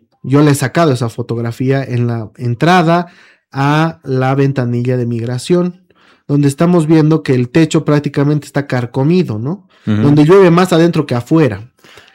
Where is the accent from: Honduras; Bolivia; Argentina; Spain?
Bolivia; Esto es lo que nosotros recibimos como ciudadanos bolivianos, donde deberíamos sentar soberanía en una buena presencia.